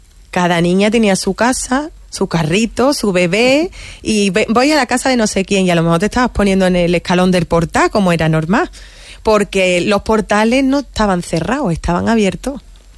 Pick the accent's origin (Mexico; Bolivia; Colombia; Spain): Spain; Campofrío, Andalusia; Y mi pueblo está en la Cuenca Minera, que es Campofrío. Mis padres nacieron allí, en Campofrío, la Puerta de la Sierra.